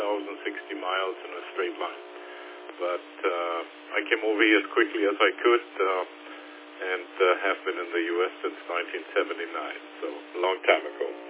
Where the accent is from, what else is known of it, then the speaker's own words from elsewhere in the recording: Kiel, Schleswig-Holstein, Germany; now in Carrollton, Texas, United States; My hometown is Kiel, K-I-E-L, in the northern part of Germany. And from Carrollton, Texas, it's between 5,050 to 5,060 miles in a straight line.